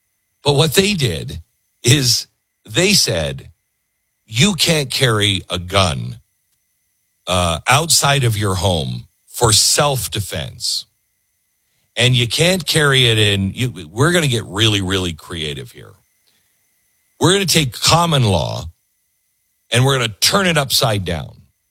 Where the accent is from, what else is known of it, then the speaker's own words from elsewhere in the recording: Mount Vernon, Washington, United States; I grew up in Mount Vernon, Washington. It's about, I don't know, 70 miles north of Seattle.